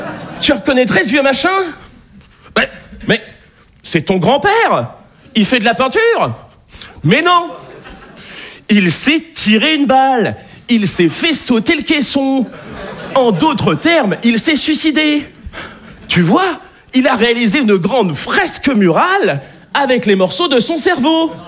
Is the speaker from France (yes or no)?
yes; Nouvelle-Aquitaine, France; Je viens d'un petit village de Charente, de 300 habitants